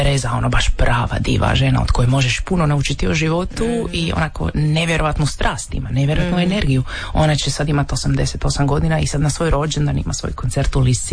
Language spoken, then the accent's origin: Croatian; Rijeka, Primorje-Gorski Kotar County, Croatia